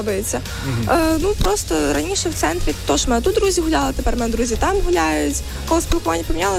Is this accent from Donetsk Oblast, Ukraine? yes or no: no; Lutsk, Volyn Oblast, Ukraine; Корінніше немає куди.